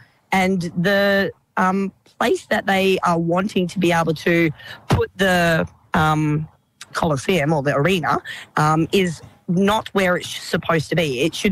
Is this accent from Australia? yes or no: yes; Kalgoorlie, Western Australia, Australia; also born or lived in Perth; I was born on Gadigal country, taken back home to Kalgoorlie and into Perth, and grew up over those ways until I came over here recently about 9-10 years ago.